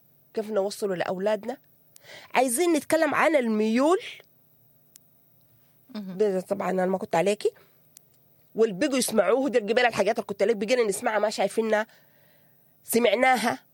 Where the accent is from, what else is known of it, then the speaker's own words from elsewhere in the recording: Sudan; نحن سودانيين